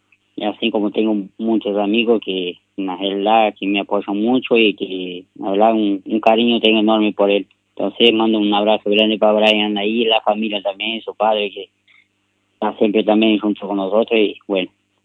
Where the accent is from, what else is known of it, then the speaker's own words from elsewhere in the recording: Brazil; now in Uruguay; La verdad que yo me siento como un uruguayo más, puede ser brasileño, pero hace 19 años que estoy acá, y me siento como un uruguayo más